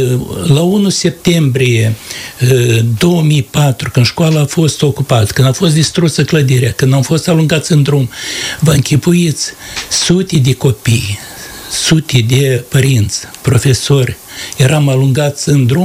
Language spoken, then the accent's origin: Romanian; Transnistria, Moldova; first language Romanian; pentru noi, cei din stânga Nistrului, limba română este totul